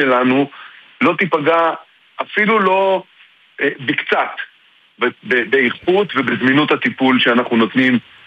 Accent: Tel Aviv, Tel Aviv District, Israel; now in Hila, Israel; אני במקור מהמרכז, אני במקור מתל אביב.

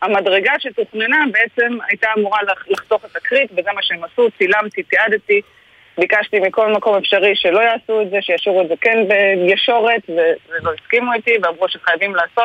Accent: Eilat, Southern District, Israel; אני אילתית, אני כרגע באילת, בוודאי.

